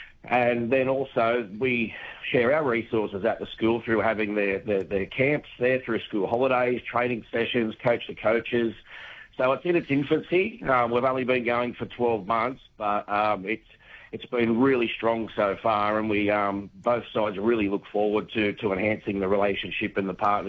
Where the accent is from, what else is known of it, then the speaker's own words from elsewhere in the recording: Maitland, New South Wales, Australia; Yeah, well, I'm from Maitland originally, so I'm quite close there. My parents still live on Hunter Street